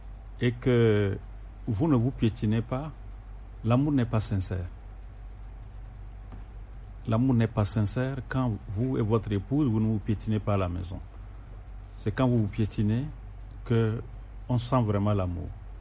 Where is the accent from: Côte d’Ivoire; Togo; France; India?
Togo; j'ose croire, en tant que Togolais